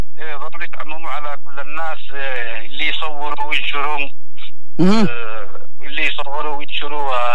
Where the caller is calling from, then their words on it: Ibb, Yemen; من هيئة السياني.